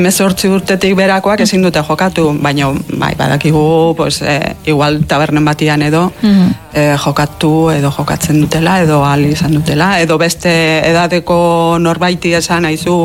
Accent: Errenteria, Basque Country, Spain; gure herrian, Errenterian, pues jendeantzako igual jokori gabeko egunean prestatu ditugu hitzaldiak

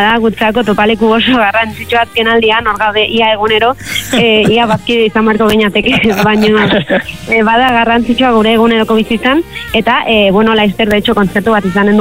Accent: Pamplona, Navarre, Spain; Ni Iruñakoa naiz

